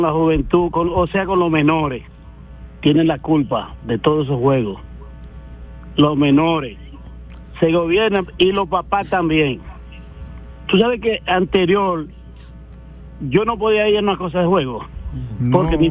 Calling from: San Juan de la Maguana, San Juan, Dominican Republic; Hablo de San Juan de la Maguana

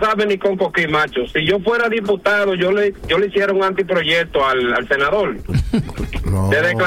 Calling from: Reading, Pennsylvania, United States; aquí en Reading.

